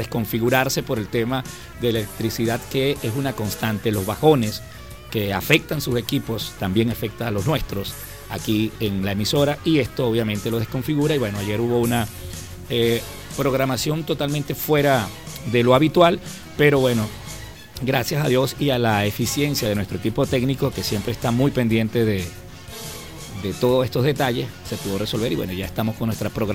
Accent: Guárico, Venezuela; nosotros, los venezolanos que decidimos quedarnos en Venezuela

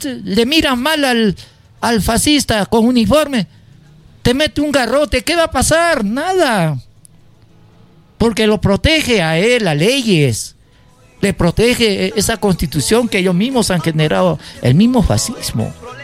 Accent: Peru; Soy uno de casi 35 millones de peruanos.

